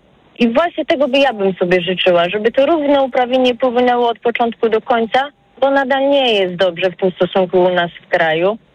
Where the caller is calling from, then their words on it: Ciechocinek, Kuyavian-Pomeranian Voivodeship, Poland; z Ciechocinka, mam 41 lat